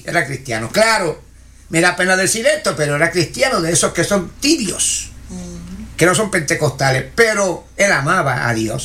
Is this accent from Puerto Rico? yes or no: yes; Corozal, Puerto Rico; born there; aquel pintor de mi pueblo, colosaleño